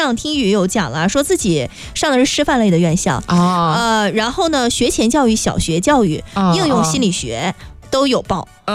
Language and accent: Chinese; Heilongjiang, China; 拿我的老家来举个例子哈，我出生于黑龙江省